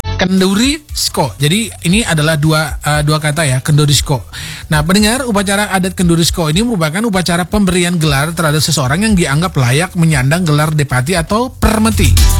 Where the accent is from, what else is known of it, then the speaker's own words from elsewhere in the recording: Indonesia; kita bersyukurlah kita lahir dan tumbuh besar di Indonesia